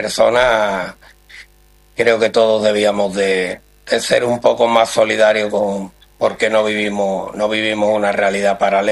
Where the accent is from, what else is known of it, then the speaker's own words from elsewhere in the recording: Gerena, Andalusia, Spain; Yo creo que, como has dicho, soy de Gerena. Me considero muy de Gerena y sevillano.